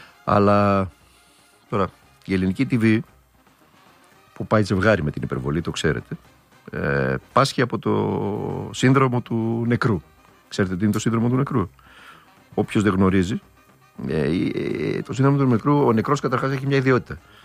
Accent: Thessaloniki, Central Macedonia, Greece; γιατί όπως ξέρεις είμαι Θεσσαλονικιός. Με τη Σαλούγκα έχω ιδιαίτερες σχέσεις.

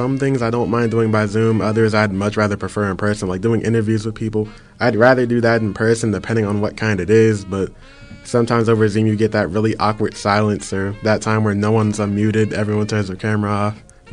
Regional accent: Penn Hills, Pennsylvania, United States; I'm a senior at Clayton University, born and raised in Penn Hills, went all the way through Penn Hills up until I graduated high school.

